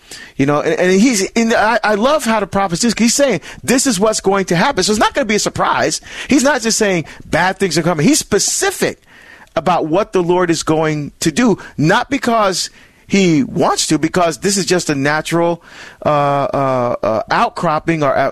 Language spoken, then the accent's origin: English; New Jersey, United States; Annie is calling from the great state, my home state of New Jersey